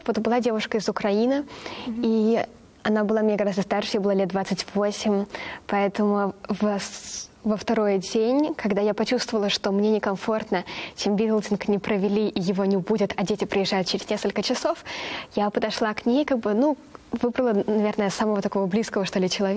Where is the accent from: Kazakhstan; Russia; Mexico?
Mexico; Russian is a second language; мы такие девушки из Мексики очень много ныли.